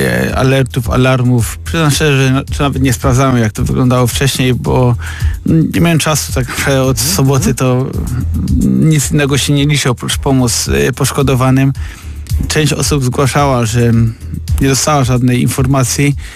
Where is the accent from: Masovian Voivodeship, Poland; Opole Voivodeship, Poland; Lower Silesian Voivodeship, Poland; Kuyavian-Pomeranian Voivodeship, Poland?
Opole Voivodeship, Poland; Nogowczyce; Ja wtedy byłem małym chłopakiem, ale pochodzę z Nogowczyc, to jest miejscowość 2 km od Balcarzowic.